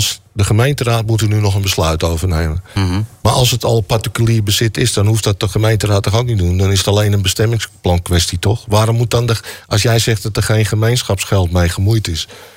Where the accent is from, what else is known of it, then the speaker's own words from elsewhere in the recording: Dronten, Flevoland, Netherlands; Ik kom uit Dronten, dus ik heb daar minder mee. Almere kan daar meer van vinden dan ik als Drontenaar vind.